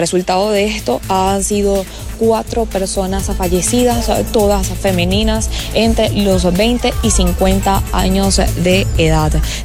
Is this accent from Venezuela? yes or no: yes; Venezuela